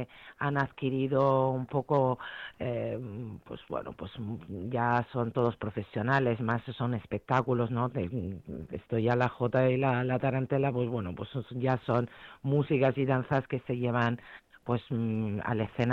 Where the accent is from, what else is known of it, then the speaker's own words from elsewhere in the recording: Italy; Spanish is a second language; moved away as an adult; now in Spain; Yo soy italiana, llevo aquí 26 años